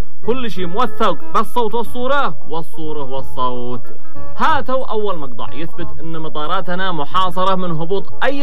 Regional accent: Yemen; وارحبوا استمرارا في حديثنا عن كسر الحصار الكلي عن بلادنا اليمن

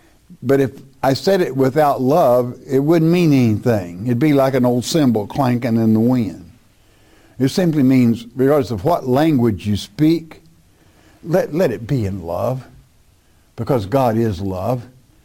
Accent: Oklahoma, United States; but I'm being from Oklahoma myself. I think I know how to talk to a hard-headed old person from Oklahoma.

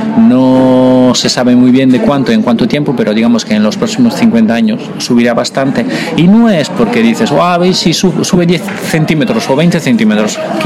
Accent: Italy; moved away; yo soy italiano

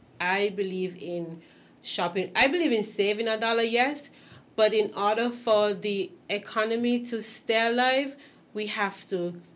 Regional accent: Cayon, St. Kitts & Nevis; I am from Kayon. I am Kitty to the bone.

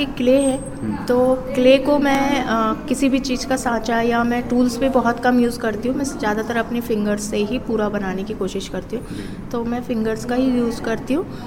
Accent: Gwalior, Madhya Pradesh, India; मैं सीखकर तो अपने ग्वालियर से ही आई थी।

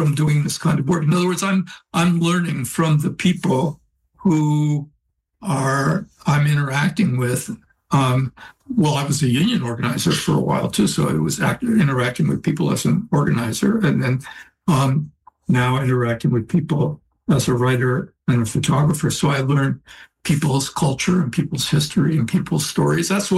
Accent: Oakland, California, United States; Then I grew up in Oakland.

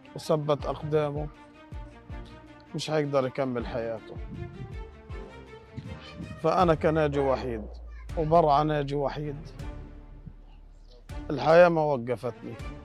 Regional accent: Palestine; احنا كفلسطينيين عنا العزيمة وعنا القوة إنه نرجع نبدأ حياتنا من جديد

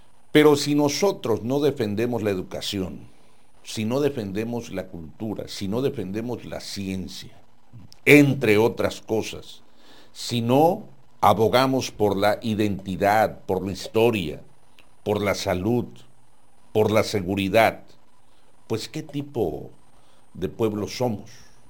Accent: Mexico; quienes nos sentimos muy arraigados en el sentido de la mexicanidad

